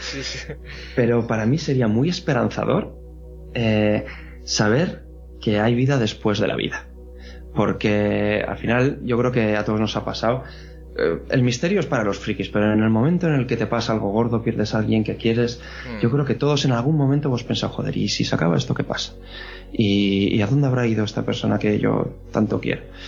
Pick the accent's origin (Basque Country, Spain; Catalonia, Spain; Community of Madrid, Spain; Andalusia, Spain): Basque Country, Spain; Vitoria; yo soy del País Vasco